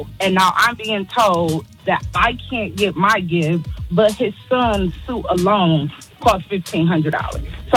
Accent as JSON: {"language": "English", "town": "Detroit", "region": "Michigan", "country": "United States", "said": "Like I said, I'm from Detroit, so I asked for some buffs."}